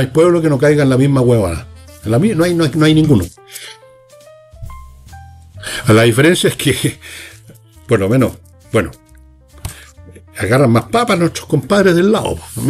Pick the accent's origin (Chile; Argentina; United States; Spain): Chile